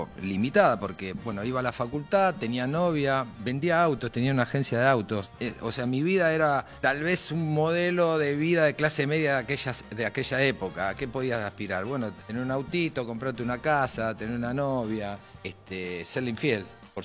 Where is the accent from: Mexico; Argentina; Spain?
Argentina; Avellaneda, Buenos Aires Province; Nací en Avellaneda, en un barrio. Yo nací en un pueblito, en Avellaneda, que justamente le decía el pueblito, que es un pedacito de Piñeiro, o Entre Vías, donde éramos aproximadamente unos 1000 habitantes, metidos y encerrados en lo que era Avellaneda, ¿no? En ese marco me crié, en ese marco hice la primaria